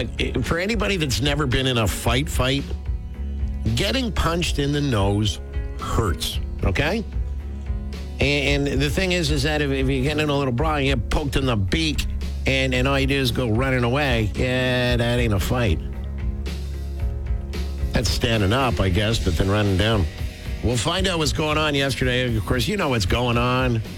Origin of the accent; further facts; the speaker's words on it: Canada; I, being Canadian and all